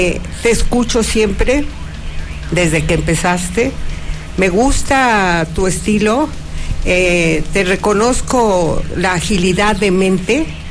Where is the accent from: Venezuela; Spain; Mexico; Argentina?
Mexico; Zacatecas; yo soy una zacatecana